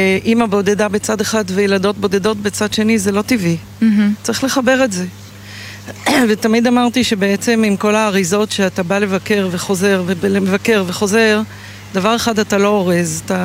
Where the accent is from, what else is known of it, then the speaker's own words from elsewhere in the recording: Jerusalem, Jerusalem District, Israel; moved away as an adult; also born or lived in Atlanta; now in Ra'anana, Israel; נולדתי פה, גדלתי פה, בירושלים.